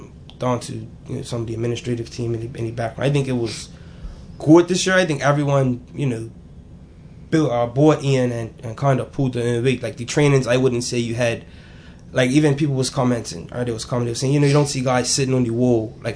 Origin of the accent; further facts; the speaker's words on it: St. George's, Bermuda; being born and raised in St. George's.